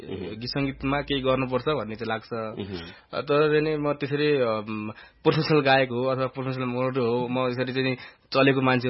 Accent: Gajuri, Bagmati, Nepal; born there; now in Kathmandu, Nepal; मेरो घर त धादिङ हो तर म लामै समय काठमाडौँ बसेँ, लामै समयदेखि काठमाडौँ छु। घर त धादिङ हो नि दाई, मेरो जन्मस्थान चाहिँ धादिङ हो।

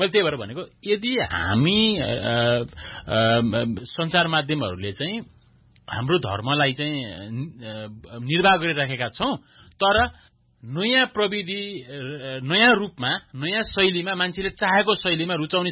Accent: Damauli, Gandaki Province, Nepal; मेरै दमौली, मेरो गृह जिल्ला तनहुँमा

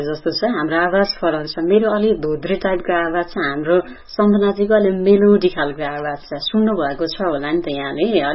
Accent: Sindhuli, Bagmati, Nepal; म सिन्धुलीकी मान्छे त हो

